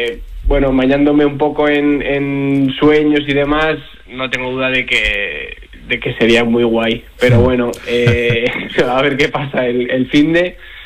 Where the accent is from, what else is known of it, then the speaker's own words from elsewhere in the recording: Bilbao, Basque Country, Spain; soy de Bilbao